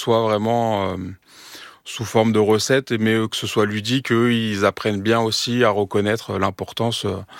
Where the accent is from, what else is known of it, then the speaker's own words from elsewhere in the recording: Meaux, Île-de-France, France; Alors moi j'adore, parce que je viens de Meaux